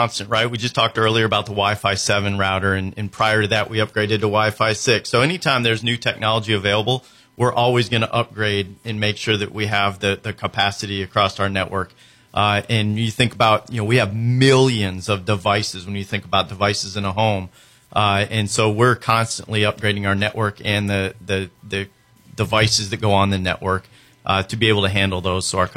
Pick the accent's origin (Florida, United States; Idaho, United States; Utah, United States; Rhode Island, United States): Florida, United States; I'm being from Florida, obviously, I'm a little biased to NASCAR.